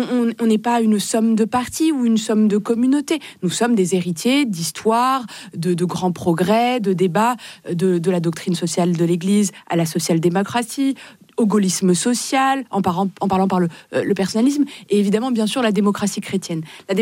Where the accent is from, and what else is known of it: Morocco; born or raised there; now in France